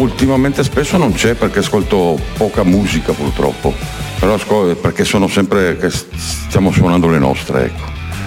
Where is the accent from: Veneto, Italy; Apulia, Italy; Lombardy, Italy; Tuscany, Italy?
Lombardy, Italy; Soncino; veniamo da Soncino, che è in provincia di Cremona. È un paesino, beh, anche famosino.